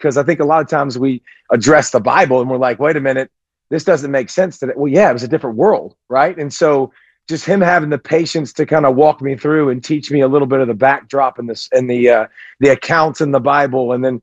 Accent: Georgia, United States; Yeah, I'm a Georgia kid. So I grew up in Georgia, not far from the university.

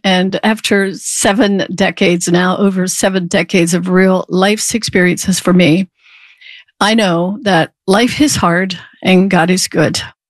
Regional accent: Lancaster County, Pennsylvania, United States; I grew up in Lancaster County, where you live in the city of Lancaster, I understand, and grew up on a farm, Amish farm.

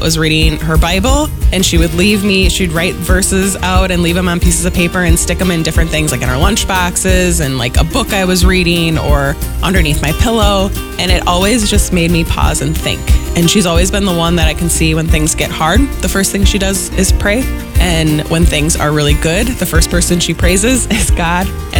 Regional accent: Oconomowoc, Wisconsin, United States; from Oconomowoc.

